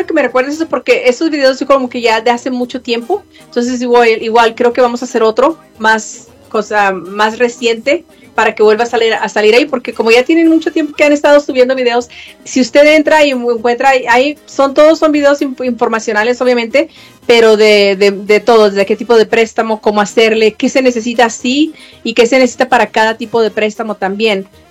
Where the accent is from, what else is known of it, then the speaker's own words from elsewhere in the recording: Casas Grandes, Chihuahua, Mexico; Soy de Casas Grandes.